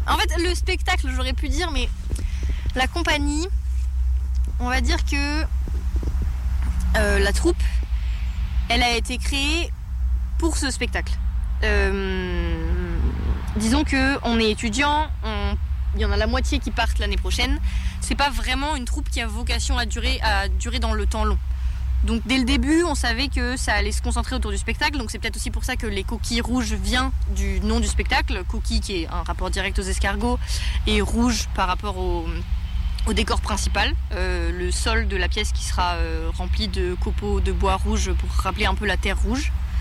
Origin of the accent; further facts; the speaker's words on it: France; en tant que Française